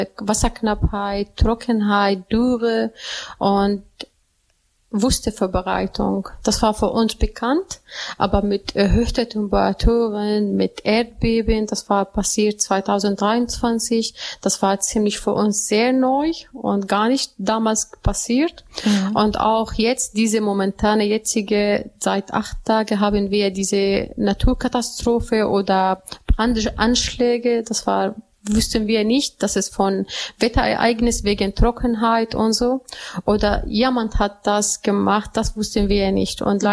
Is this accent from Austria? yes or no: no; Syria; damit ich meine Klimabotschaft für alle weltweit, besonders mein Heimatland auch Syrien, weiter zu entwickeln.